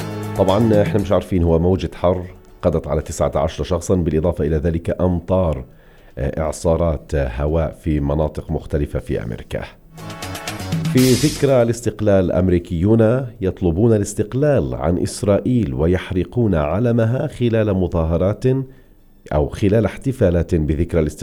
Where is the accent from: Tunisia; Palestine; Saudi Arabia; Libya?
Palestine; بالنسبة لنا كفلسطينيين وكعرب